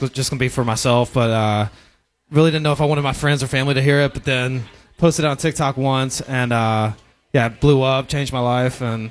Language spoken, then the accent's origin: English; Tennessee, United States; I'm from East Tennessee, so pretty much everybody's family, in Tennessee.